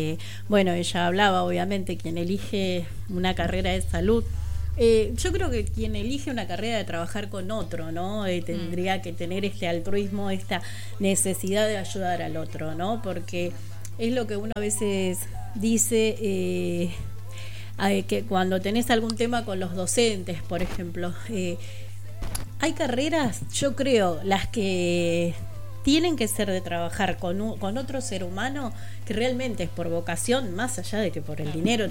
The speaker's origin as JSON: {"language": "Spanish", "country": "Argentina", "said": "somos argentinos que aman a su país"}